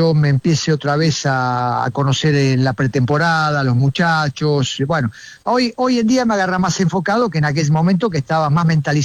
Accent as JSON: {"language": "Spanish", "country": "Argentina", "said": "yo como argentino desearía que Argentina siga estando."}